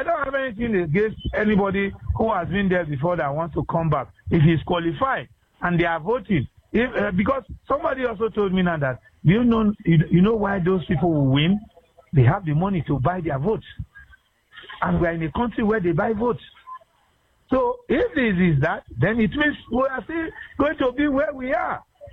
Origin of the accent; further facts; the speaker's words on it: Nigeria